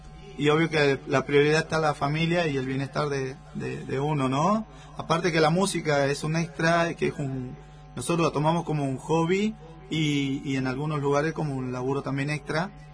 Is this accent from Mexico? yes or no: no; San Miguel de Tucumán, Tucumán, Argentina; moved away as an adult; now in San Rafael, Argentina; yo soy San Miguel de Tucumán, nacido allá, criado allá.